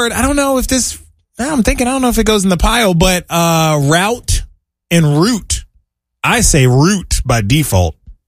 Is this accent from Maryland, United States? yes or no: yes; Maryland, United States; moved away; also born or lived in Virginia; growing up in Maryland